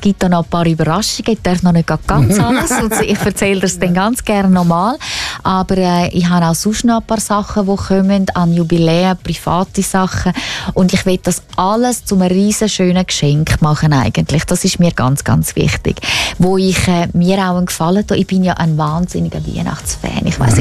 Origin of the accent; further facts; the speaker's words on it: Davos, Graubünden, Switzerland; moved away; also born or lived in Florida; Aber ich bin im Bündnerland in Davos aufgewachsen.